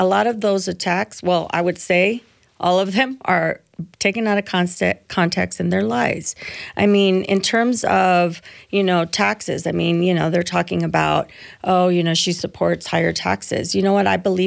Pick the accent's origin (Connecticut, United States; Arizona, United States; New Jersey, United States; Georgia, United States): Arizona, United States; I put down roots in the same communities in which I grew up in Pinal County.